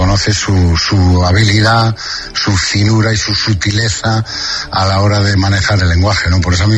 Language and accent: Spanish; Galicia, Spain; Yo soy de la Mañía de Lugo, que es lo más gallego que se puede ser.